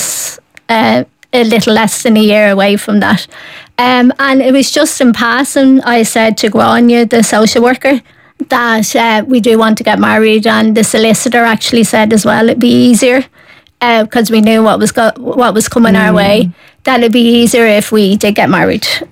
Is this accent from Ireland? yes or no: yes; Wicklow, Leinster, Ireland; In Wicklow. Mm. So we're originally from Wicklow.